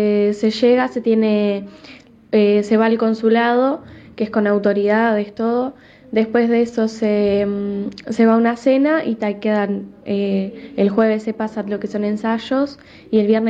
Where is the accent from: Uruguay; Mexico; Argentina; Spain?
Uruguay; Vergara, Treinta y Tres